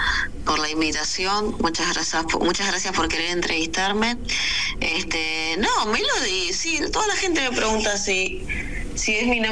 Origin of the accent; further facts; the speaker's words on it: Malvinas Argentinas, Buenos Aires Province, Argentina; Y bueno, soy del partido de Malvinas Argentinas, acá en Zona Norte, de Buenos Aires.